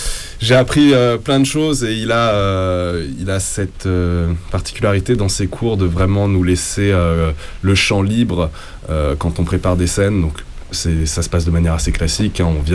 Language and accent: French; Nevers, Bourgogne-Franche-Comté, France; moved away as an adult; also born or lived in Strasbourg; now in Paris, France; Mais sinon, moi, je suis originaire de Bourgogne, Nevers, pour être précis.